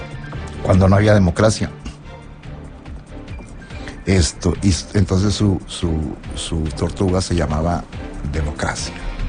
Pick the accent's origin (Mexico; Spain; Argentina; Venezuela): Mexico; San Nicolás, Nuevo León; yo llegué aquí a Monterrey. Es que vengo de San Nicolás. Llegué a Monterrey y no me dio olor. Claro, en San Nicolás es diferente, allá huele como a rosas.